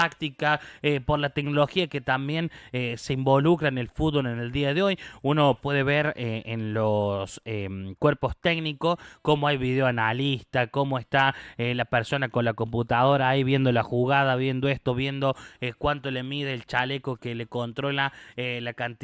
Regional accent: Argentina; Nosotros, por supuesto, como argentinos queremos que sea campeona Argentina, porque es nuestro país

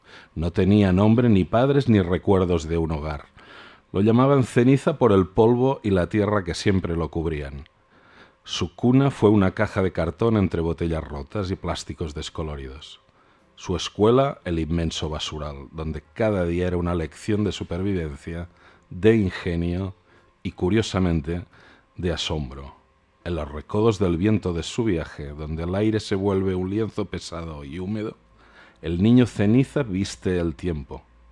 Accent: Spain; first language Catalan; Spanish is a second language; Y en catalán, evidentemente, va a ser algo que está en el horizonte, porque es mi lengua materna

